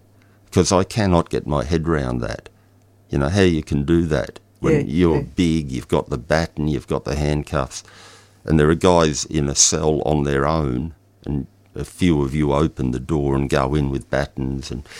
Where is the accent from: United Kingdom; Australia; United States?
Australia; Melbourne, Victoria; Growing up in Brunswick, it was a bit of a tough place back then.